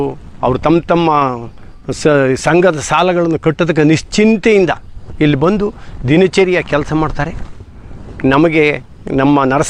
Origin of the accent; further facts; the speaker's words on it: Koppa, Karnataka, India; ನನ್ನ ಊರು ಕೊಪ್ಪ, ಮಳ್ಳ ಗ್ರಾಮ, ಕಸಬಾ ಹೋಬಳಿ, ಸಾಗರ ತಾಲೂಕು. ನಾನೊಬ್ಬ ಕೃಷಿಕ.